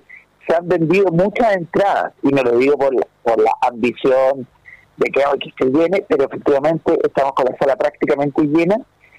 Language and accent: Spanish; Chile; yo como chileno